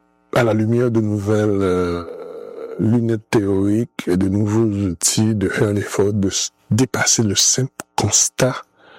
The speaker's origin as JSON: {"language": "French", "town": "Cap-Haïtien", "region": "Nord", "country": "Haiti", "tie": "born there", "said": "Donc, voilà comment je suis né au Cap-Haïtien. Et mais mon oncle a passé toute sa vie au service de la communauté capoise, donc j'ai des cousins au Cap."}